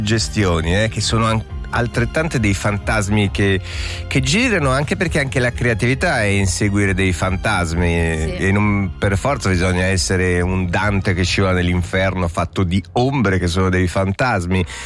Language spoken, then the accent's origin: Italian; Lugano, Ticino, Switzerland; Io non so dire perché sono nato a Lugano, sono cresciuto a Lugano